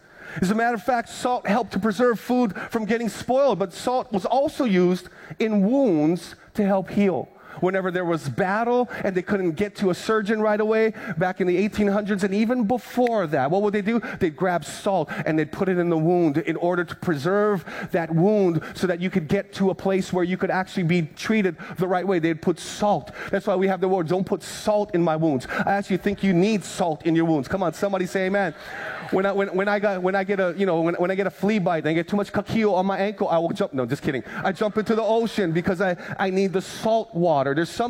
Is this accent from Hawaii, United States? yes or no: yes; Hawaii, United States; But back when I was growing up on the Big Island, my Filipino grandma would go to the ice box, grab out, just go ahead, get a popsicle